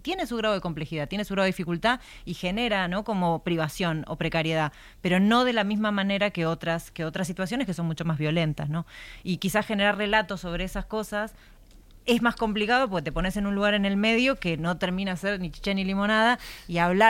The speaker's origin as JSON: {"language": "Spanish", "country": "Argentina", "said": "Yo soy argentina y escribo cuentos. Así le decimos. Bueno, no sé, o sea, como que igual aprendí a usar las dos variantes, hace mucho que vivo acá"}